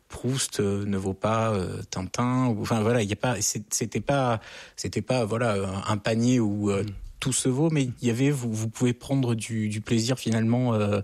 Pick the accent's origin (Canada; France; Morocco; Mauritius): France